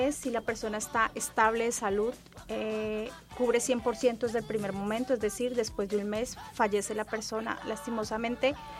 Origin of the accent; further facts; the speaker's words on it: Colombia; now in Ventura County, United States; Soy colombiana